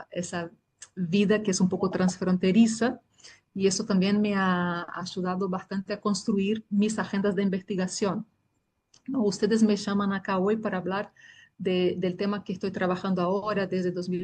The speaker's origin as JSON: {"language": "Spanish", "country": "Brazil", "lives_now": "Argentina", "said": "soy brasileña de origen, tengo un lío de nacionalidades, como que fui acumulando nacionalidades en la trayectoria de vida. Mi familia es de origen italiano, entonces tengo nacionalidad italiana también y me nacionalicé argentina"}